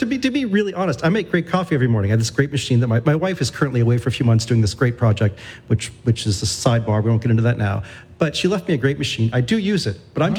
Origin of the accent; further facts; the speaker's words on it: Florida, United States; growing up in Florida where, you know, we were a middle-class family.